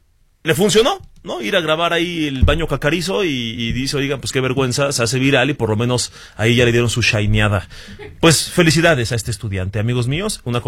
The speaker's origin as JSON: {"language": "Spanish", "region": "Michoacán", "country": "Mexico", "said": "Así somos los michoacanos de tímidos, así somos los michoacanos. Así somos los michoacanos de cohibidos."}